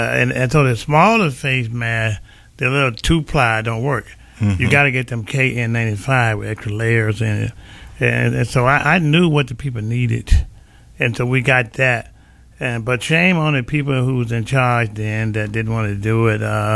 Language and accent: English; the South, United States; I'm from the Jim Crow days, and down south we were told what to do. We couldn't do nothing unless we were told what to do, all right? And so I always said once, Lord bless me to get from down south